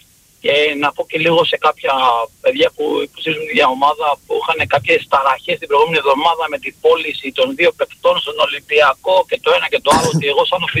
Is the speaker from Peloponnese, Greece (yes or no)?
no; Heraklion, Crete, Greece; now in Athens, Greece; λέγον καταρχήν. Είμαι από το Ηράκλειο.